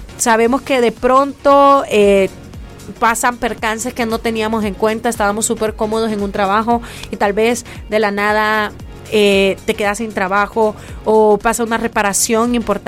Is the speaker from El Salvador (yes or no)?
yes; El Salvador; como salvadoreños lo hacemos.